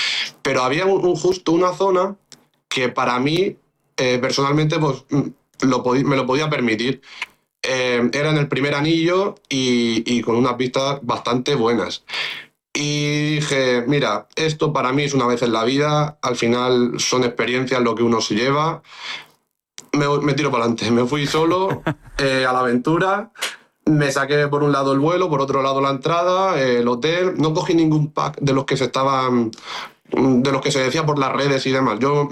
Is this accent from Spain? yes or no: yes; La Murada, Valencian Community, Spain; Sí, La Murada es una pedanía de Orihuela, en la provincia de Alicante, pero vamos, estamos justo en el límite de la provincia.